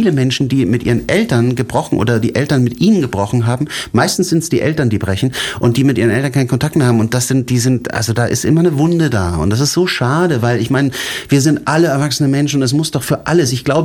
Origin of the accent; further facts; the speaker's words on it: Italy; now in Germany; ich bin Italiener